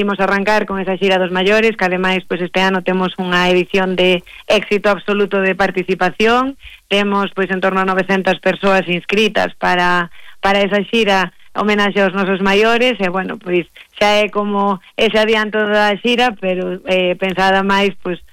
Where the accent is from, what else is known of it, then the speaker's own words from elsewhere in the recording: Vilalba, Galicia, Spain; así é algo como moi vilalbés, que todos os que somos de alí, pois lle temos ese cariño especial